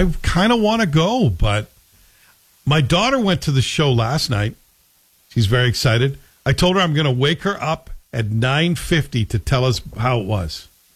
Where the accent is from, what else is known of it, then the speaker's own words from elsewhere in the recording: Scotland, United Kingdom; now in Ottawa, Canada; This is not just me being Scottish and anti-English.